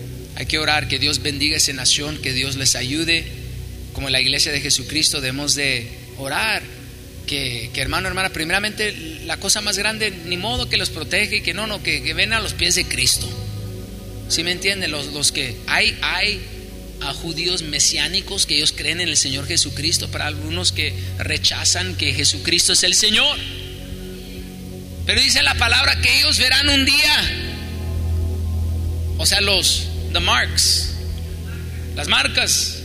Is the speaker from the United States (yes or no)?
yes; United States